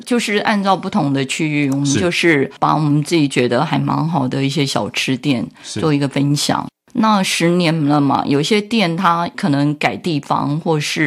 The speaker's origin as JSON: {"language": "Chinese", "region": "Keelung", "country": "Taiwan", "tie": "born or raised there", "said": "因为基隆它就是绝大部分也是绵延的丘陵还有海洋组成的。像我从小是在山上看海的"}